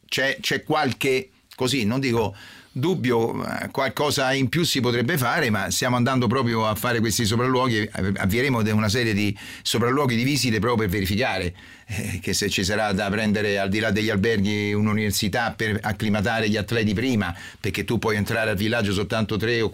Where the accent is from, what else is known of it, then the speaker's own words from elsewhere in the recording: Rome, Lazio, Italy; sono romano